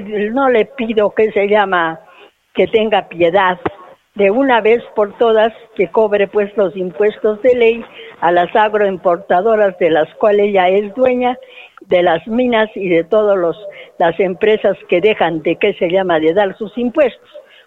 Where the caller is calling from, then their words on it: Peru; Yo como mujer, como peruana